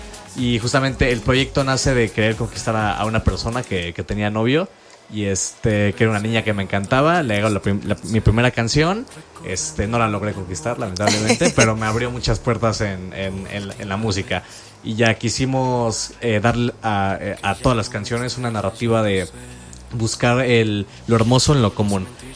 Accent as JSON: {"language": "Spanish", "country": "Mexico", "accent": "Mexican", "said": "soy mexicano."}